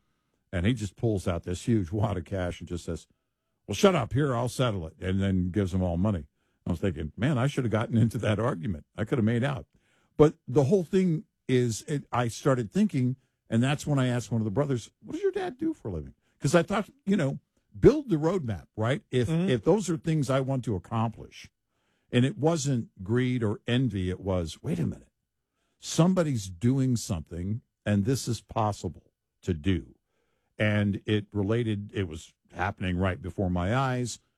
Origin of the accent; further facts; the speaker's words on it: Scotland, United Kingdom; Well, I have to start with the fact that I'm Scottish, so that's not going to fly.